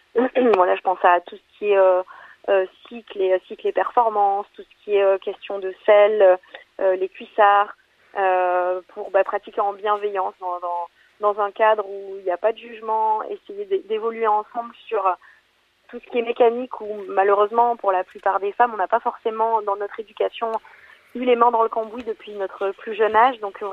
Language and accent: French; Nouvelle-Aquitaine, France; j'étais professeure d'EPS, donc originaire du Pays Basque, affectée pour mon métier de professeure d'EPS en région parisienne.